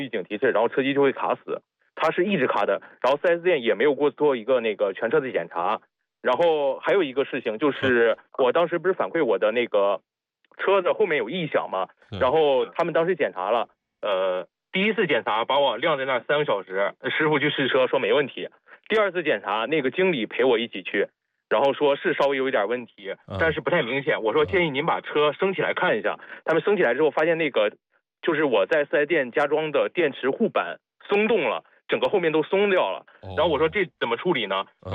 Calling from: Henan, China; 我们河南这边下暴雨

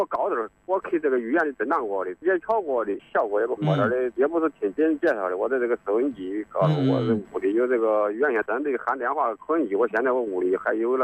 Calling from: Chaoyang, China; 我是朝阳的。

